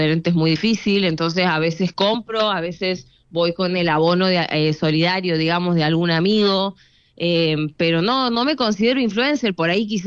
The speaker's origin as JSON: {"language": "Spanish", "region": "Santiago del Estero", "country": "Argentina", "moved": "as an adult", "lives_now": "Buenos Aires, Argentina", "said": "yo soy de Santiago del Estero, yo me he venido a vivir a Buenos Aires como hace 3 años, ponele, y apenas he llegado, era muy ingenua"}